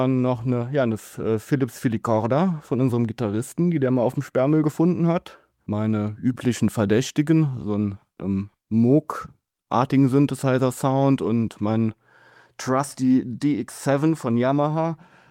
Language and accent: German; Rhineland-Palatinate, Germany; accent: Rhineland-Palatinate or Saarland; moved away; Ich komme aus der Nähe von Trier tatsächlich